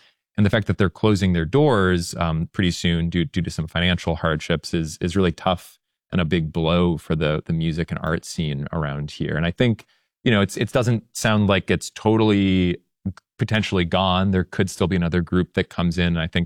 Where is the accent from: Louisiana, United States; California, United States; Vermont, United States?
Vermont, United States; I grew up in Vermont